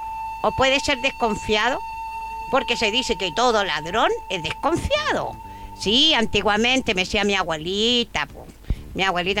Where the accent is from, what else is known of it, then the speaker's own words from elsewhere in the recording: Chile; ando en la micro de Don Armando, la mitad a pie, y la otra andando como buena chilena. Sí, pues, así somos.